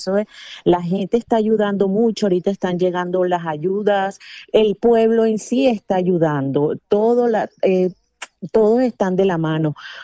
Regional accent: Barranquilla, Atlántico, Colombia; now in Venezuela; yo soy de Barranquilla, Colombia, yo estoy aquí desde el 2000, llegué aquí a venir a conocer el país, muy bonito, de verdad, espectacular, chévere. Bueno, ya no tengo mucho el acento, ya que no tengo no tengo gente rodeada de colombiana de aquí

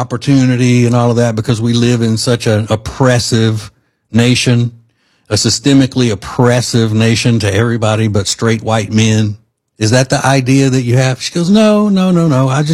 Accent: Charlotte, North Carolina, United States; I am from Charlotte, North Carolina. I do a talk show here at night

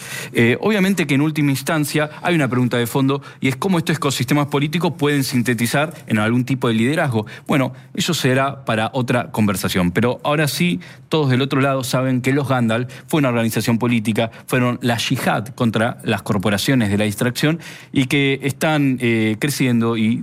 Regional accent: Argentine interior, Argentina; now in Buenos Aires, Argentina; un pibe del interior no estaba advertido de estas cosas que pasan en Capital

